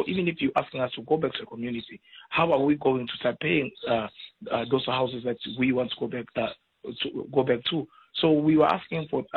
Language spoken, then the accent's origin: English; DR Congo; now in South Africa; Mind me, as a person that you're talking to, I'm Congolese, I'm documented, have papers, I grew up here in South Africa.